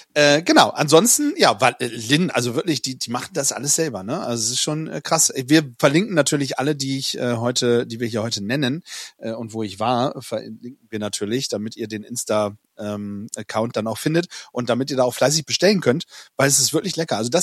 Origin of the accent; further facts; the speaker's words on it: Bremen, Germany; St. Pauli ist mir natürlich auch als Bremer natürlich besonders lieb.